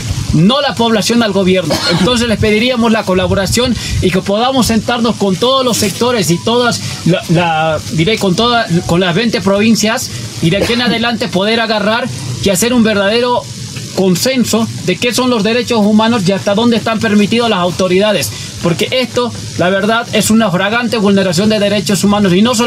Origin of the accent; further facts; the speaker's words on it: Bolivia; Yo soy un afroboliviano